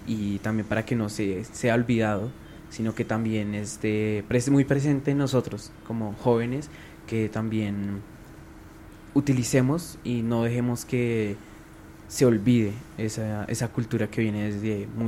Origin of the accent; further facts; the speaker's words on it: Colombia; ese amor a la cultura que tenemos como colombianos.